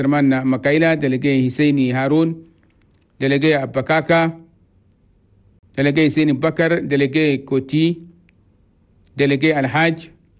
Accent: Chad; وخاصة في صباحنا بلدنا تشاد، نقول لكم مساء الخير من الإذاعة الوطنية

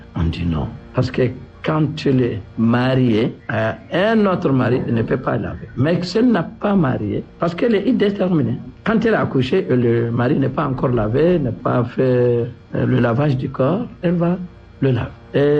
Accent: Chad; Chez nous, au Tchad, la femme, avant, elle prend le tissu blanc.

